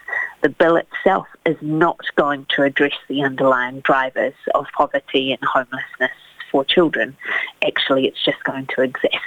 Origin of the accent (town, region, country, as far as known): New Zealand